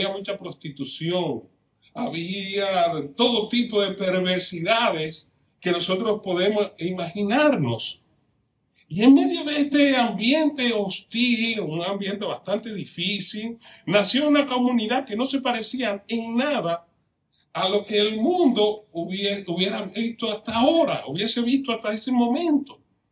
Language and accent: Spanish; Dominican Republic; En mi país, en la República Dominicana, hay un grupo élite formado hace ya muchos años, los cazadores de montañas